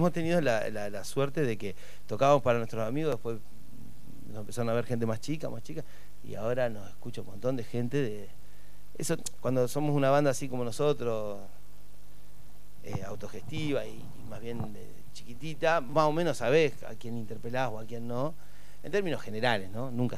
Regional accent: Rauch, Buenos Aires Province, Argentina; now in La Plata, Argentina; yo llevo la misma cantidad de años viviendo en La Plata que de años que viví en Rauch. Entonces soy más platense, si se quiere, o tengo por adopción

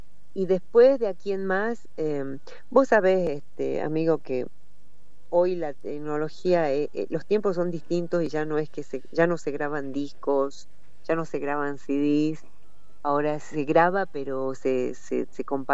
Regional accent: Jujuy, Argentina; creen que somos de Bolivia, de Perú, o nos preguntan, o Jujuy existe.

